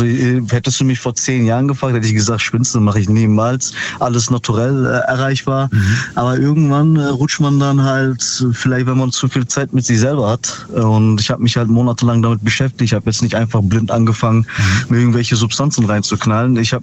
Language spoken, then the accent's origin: German; Ravensburg, Baden-Württemberg, Germany; Aus Ravensburg.